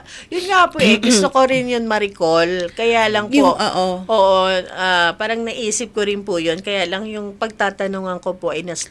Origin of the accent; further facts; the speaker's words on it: Catanauan, Calabarzon, Philippines; ako po ay taga Tubong Katanawan, Quezon. Yeah. Ako po ay agdanganin.